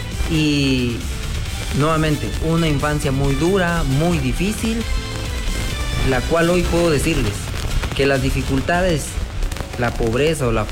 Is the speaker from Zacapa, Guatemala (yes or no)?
no; San Cristóbal Verapaz, Alta Verapaz, Guatemala; born there; Yo nací en San Cristóbal, Alta Verapaz, aldea Chiyuc, el 16 de septiembre